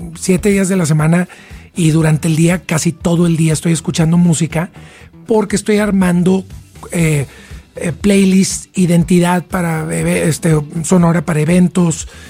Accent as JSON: {"language": "Spanish", "town": "Monterrey", "region": "Nuevo León", "country": "Mexico", "said": "somos estos músicos regios que pues, todavía seguimos aportando y queriendo levantar la mano con mucho respeto para decir aquí está México, aquí está el norte de México, aquí está Monterrey."}